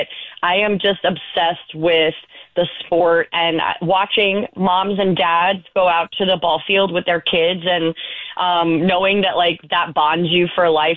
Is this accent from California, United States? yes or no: no; Wildwood, Missouri, United States; I grew up in Wildwood